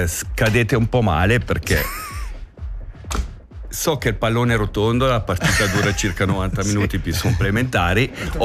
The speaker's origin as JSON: {"language": "Italian", "town": "Lugano", "region": "Ticino", "country": "Switzerland", "tie": "born there", "lives_now": "Ascona, Switzerland", "said": "io sono nato a Lugano."}